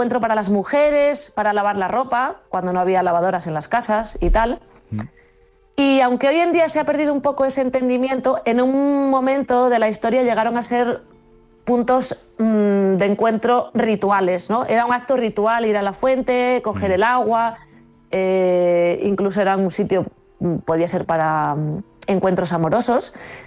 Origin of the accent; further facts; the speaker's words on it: Asturias, Spain; born there; no hay chicas de mi quinta en mi pueblo